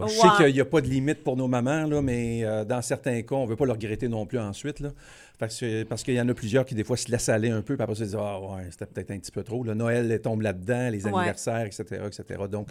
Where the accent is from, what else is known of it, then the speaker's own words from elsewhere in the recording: Quebec, Canada; il faut que je m'en retourne chez nous, au Québec.